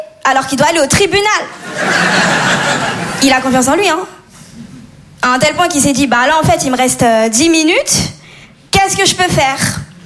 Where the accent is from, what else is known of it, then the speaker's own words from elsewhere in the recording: Comoros; Je suis comorienne, mauraise malgache. C'est des îles dans l'océan Indien.